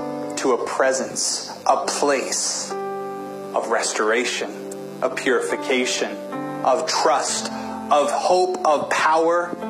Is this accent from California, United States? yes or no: no; Washington, United States; I grew up in the Northwest.